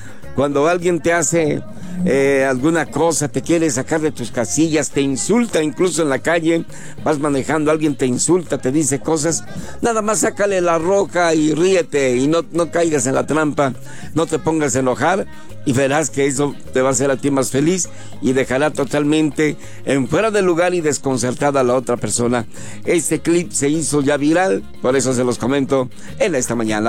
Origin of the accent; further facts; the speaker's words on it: Mexico; En otras cosas los mexicanos somos mejores